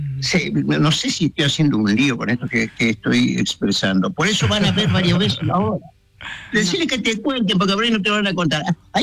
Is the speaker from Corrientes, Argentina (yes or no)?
yes; Curuzú-Cuatiá, Corrientes, Argentina; Si yo vuelvo a mi pueblo, a Curuzú-Cuatiá, y me encuentro con quien tenía conmigo cuando yo tenía 14 años